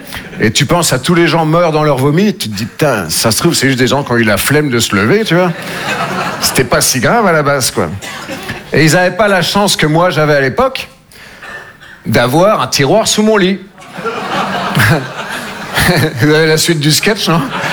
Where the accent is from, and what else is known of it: Nouvelle-Aquitaine, France